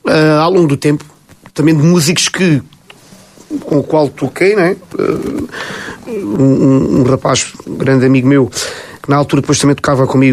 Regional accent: Vila Viçosa, Évora, Portugal; Vila Viçosa. Também ao fim e ao cabo para fazer uma pequena homenagem também à minha terra.

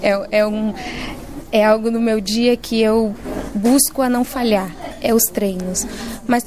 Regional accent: Bragança, Portugal; Macedo, eu sou de Bragança.

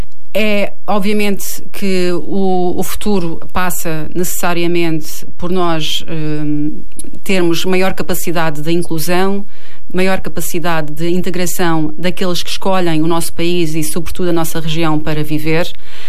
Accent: Faro, Algarve, Portugal; sou natural de Faro, sou também membro e deputada da Assembleia Municipal de Faro

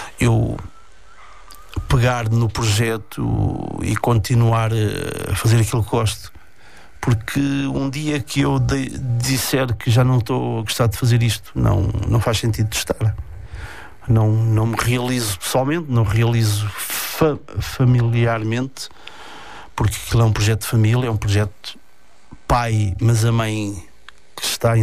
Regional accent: Cadoiço, Portugal; na minha aldeia, em Cadoiço

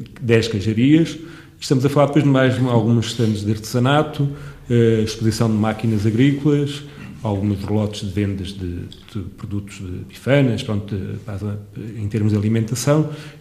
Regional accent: Soalheira, Castelo Branco, Portugal; quando nós dizemos que somos da Soalheira, toda a gente diz a terra do queijo ou a terra do bom queijo

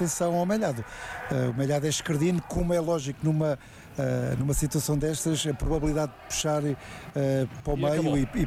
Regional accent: Portugal; para nós somos portugueses, como é lógico

